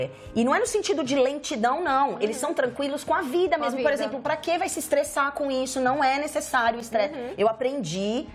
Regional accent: São Caetano do Sul, São Paulo, Brazil; moved away as an adult; also born or lived in Salvador; now in Canada; É, eu saí de São Paulo, nasci em São Paulo, né? Na região metropolitana, São Caetano do Sul. E eu morei lá 28 para 29 anos.

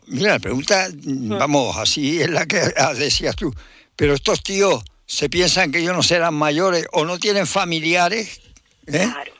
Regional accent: Guatiza, Canary Islands, Spain; born there; Yo nací en Guatiza.

